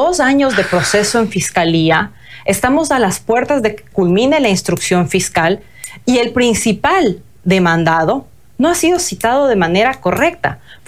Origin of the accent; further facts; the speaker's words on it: Ecuador; no podemos seguir como ecuatorianos pretendiendo y haciéndonos al dolor de ya nos robaron